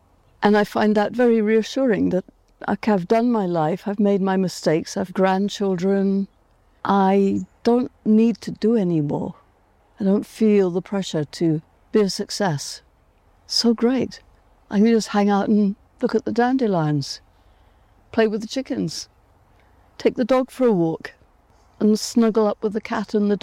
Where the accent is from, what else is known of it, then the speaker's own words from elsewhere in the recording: Nairobi, Kenya; moved away; because I was born in East Africa, and we had chickens.